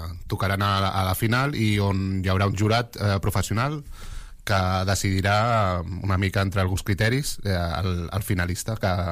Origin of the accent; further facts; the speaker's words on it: Sant Andreu de la Barca, Catalonia, Spain; jo que sóc de Sant Andreu de tota la vida